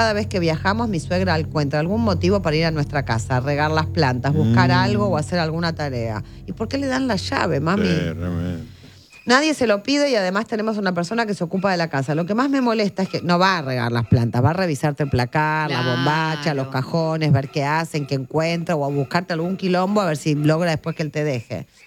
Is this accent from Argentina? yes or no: yes; Argentina; now in Norway; de Argentina, pero los miro por YouTube desde Noruega.